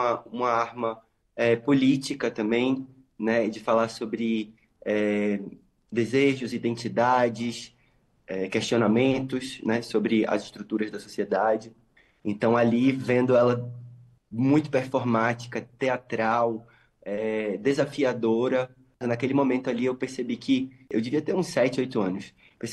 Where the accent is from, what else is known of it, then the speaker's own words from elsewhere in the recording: Recife, Pernambuco, Brazil; eu nasci em Recife, né? E a pessoa que nasce em Recife, em Pernambuco, ela já é desde criança bombardeada com todas as espécies de manifestações culturais que você possa imaginar